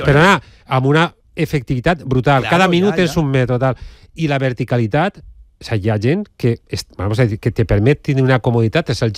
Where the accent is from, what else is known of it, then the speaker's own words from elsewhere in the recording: Alzira, Valencian Community, Spain; jo sóc d'Alzira